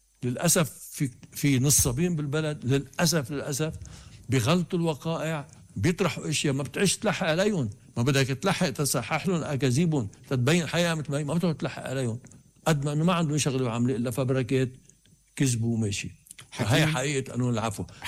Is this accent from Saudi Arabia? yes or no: no; Lebanon; نحن كلبنانيين